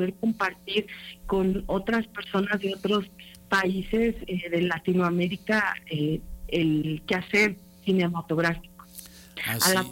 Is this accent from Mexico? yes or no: yes; Mexico